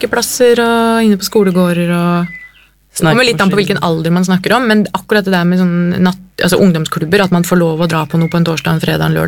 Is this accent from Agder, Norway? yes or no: no; Lørenskog, Akershus, Norway; vi vokste opp, eller jeg da, på Lønnskog